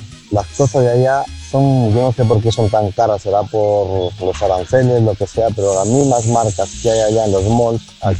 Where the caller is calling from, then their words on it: Spain; yo soy de España escuchándolos.